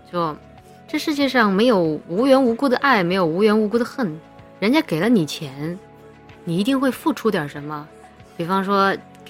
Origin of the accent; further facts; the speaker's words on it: Chongqing, China; 我们老家就是，我老家重庆的嘛，我们那边就没有彩礼，也没有嫁妆。